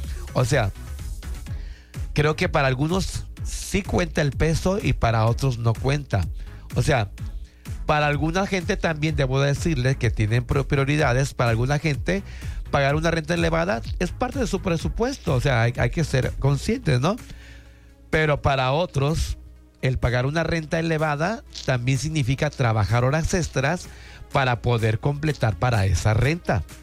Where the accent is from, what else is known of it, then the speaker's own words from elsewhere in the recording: Mexico; now in Puerto Vallarta, Mexico; nosotros como mexicanos y como trabajadores locales cobramos en pesos.